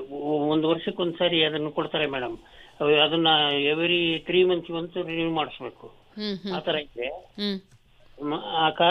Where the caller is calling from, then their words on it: Kudremukh, Karnataka, India; ಕುದುರೆಮುಖದಿಂದ